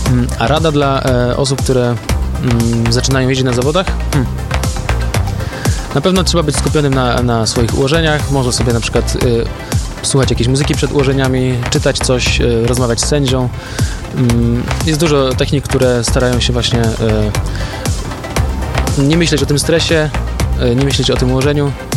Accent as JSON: {"language": "Polish", "region": "Opole Voivodeship", "country": "Poland", "said": "Ja z Opolszczyzny znam może kilku takich speedcuberów, którzy jeżdżą regularnie na zawody."}